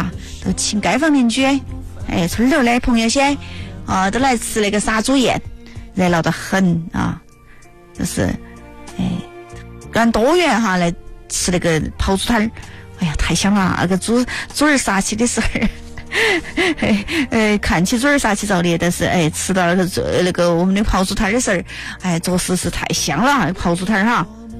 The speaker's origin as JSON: {"language": "Chinese", "region": "Chongqing", "country": "China", "said": "而且在我们重庆哈"}